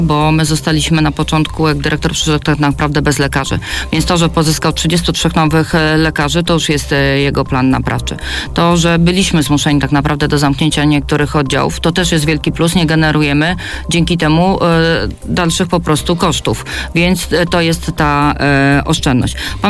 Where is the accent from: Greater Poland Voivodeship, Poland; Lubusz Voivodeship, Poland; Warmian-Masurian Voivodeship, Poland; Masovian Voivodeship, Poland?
Masovian Voivodeship, Poland; Mława; jestem tutaj rodowitą mławianką